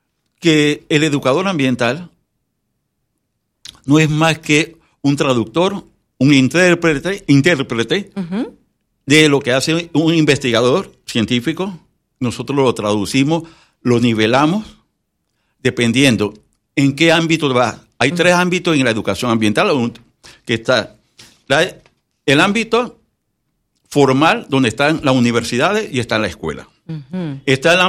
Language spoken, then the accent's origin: Spanish; Panama